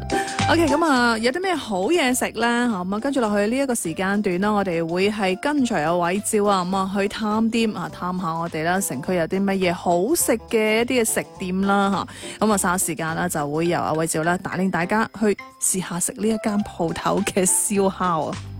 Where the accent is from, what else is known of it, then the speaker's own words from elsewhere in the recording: Guangdong, China; 好多我哋广东人都话啦，